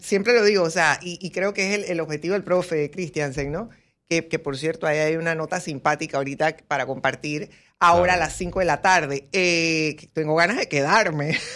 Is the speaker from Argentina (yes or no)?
no; Panama; yo no me puedo poner otra camiseta si soy panameña